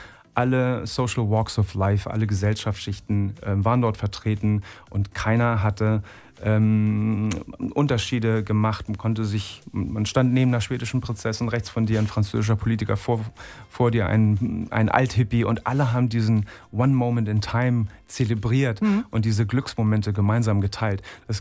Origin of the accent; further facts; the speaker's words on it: Berlin, Germany; moved away as an adult; now in Düsseldorf, Germany; ich darf das auch sagen, als Berliner